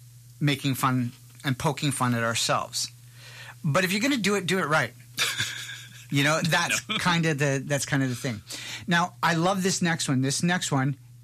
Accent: Canada

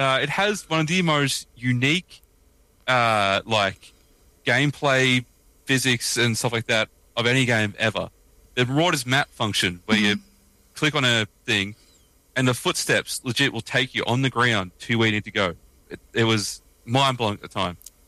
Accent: Australia; All right, so … I don't know if we talk about the accent, I'm Australian.

